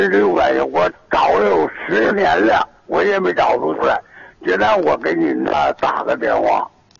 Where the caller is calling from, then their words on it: Linghai, Liaoning, China; 我是临海的。